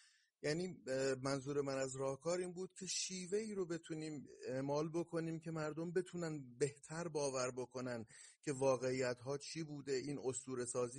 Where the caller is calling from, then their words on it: Iran; ما ایرانی هستیم